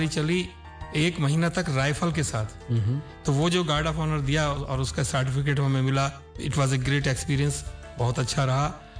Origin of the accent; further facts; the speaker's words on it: Uttar Pradesh, India; जैसे हमारा जिला था मुरादाबाद